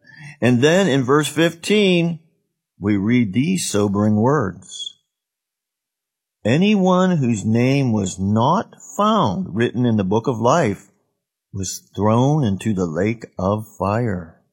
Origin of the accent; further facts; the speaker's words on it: Ohio, United States; I grew up near the Tuscarawas River, and it's hard to imagine a water source that is not polluted.